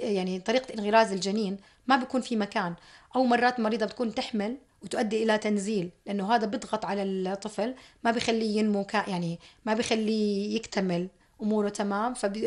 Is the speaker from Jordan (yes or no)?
yes; Jordan; عندنا في الأردن